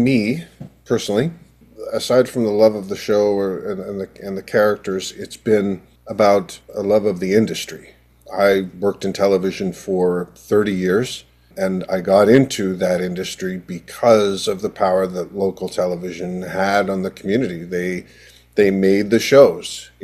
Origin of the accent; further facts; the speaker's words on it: Calgary, Alberta, Canada; moved away; also born or lived in Ottawa; I grew up in Calgary, and then in 1984 moved to Ottawa